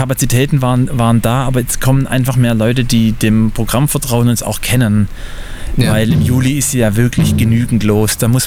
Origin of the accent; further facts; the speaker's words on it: Esslingen, Baden-Württemberg, Germany; moved away; Ja, ich selber komme aus der Nähe von Stuttgart, ich komme aus Esslingen und bin hier zugezogen